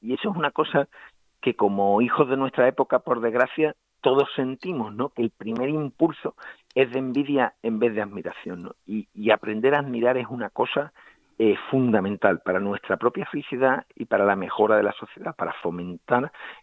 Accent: El Puerto de Santa María, Andalusia, Spain; que era un abogado cultísimo de mi pueblo, que es el Puerto de Santa María

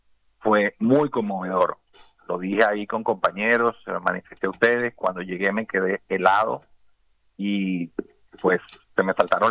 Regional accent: Venezuela; now in Spain; Nosotros como tantos venezolanos

